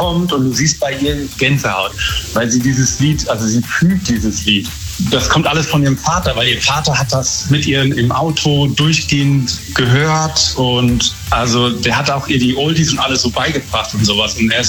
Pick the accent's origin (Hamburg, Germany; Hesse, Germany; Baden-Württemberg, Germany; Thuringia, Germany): Hesse, Germany; Kassel; Aus schönen Kassel, wenn dir das was sagt, aus dem Hessenland.